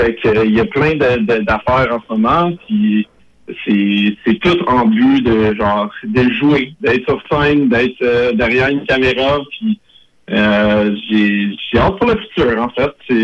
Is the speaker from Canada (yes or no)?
yes; Quebec, Canada; moved away; je viens de l'Outaouais.